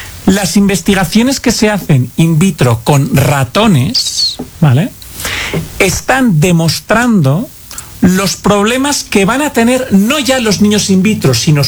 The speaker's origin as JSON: {"language": "Spanish", "country": "Spain", "said": "tenemos lugares como España, de donde yo vengo"}